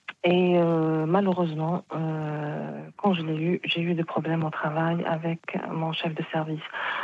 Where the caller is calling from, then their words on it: France; ça fait 5 ans que je suis en France